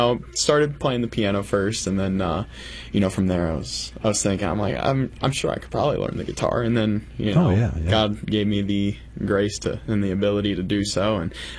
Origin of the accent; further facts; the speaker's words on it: Bloomsdale, Missouri, United States; I'm from Bloomsdale.